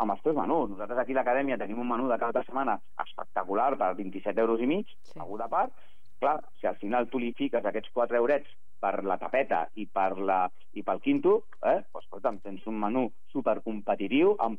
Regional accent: Súria, Catalonia, Spain; Jo soc de Súria, del Bages, del cor de Catalunya

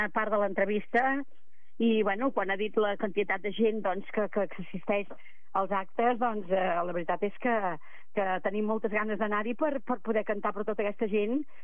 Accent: Sant Feliu de Codines, Catalonia, Spain; al meu poble natal, Sant Feliu de Codines

